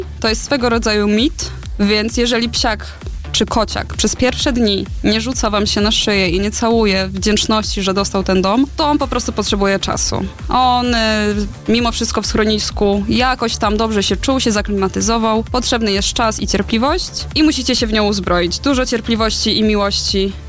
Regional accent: Podlaskie Voivodeship, Poland; accent: Suwałki; now in Toruń, Poland; Pochodzę z małej wsi na Suwalszczyźnie. Nie jest to Podlasie, jest to województwo podlaskie, ale nie zaciągam gwarą taką typowo podlaską. Miałam swoją taką suwalską, czego już nie słychać.

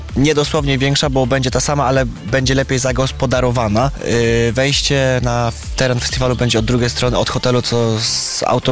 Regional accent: Greater Poland Voivodeship, Poland; pochodzę z okolic Słupcy.

